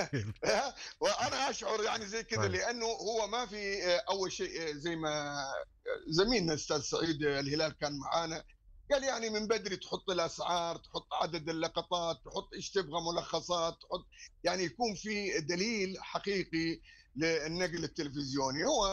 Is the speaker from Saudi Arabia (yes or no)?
yes; Saudi Arabia; هي احنا كجمهور سعودي